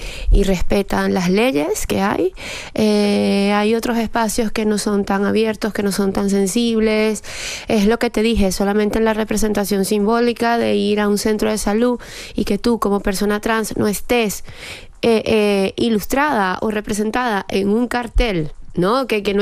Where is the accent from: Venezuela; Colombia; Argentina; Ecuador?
Venezuela; now in Spain; yo como inmigrante venezolana, que ahora estoy nacionalizada aquí en España